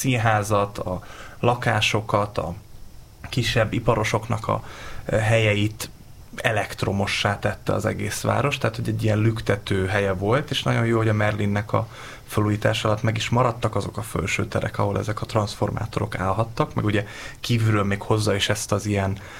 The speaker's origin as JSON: {"language": "Hungarian", "town": "Szeged", "region": "Csongrád-Csanád", "country": "Hungary", "said": "De én meg szegedi vagyok"}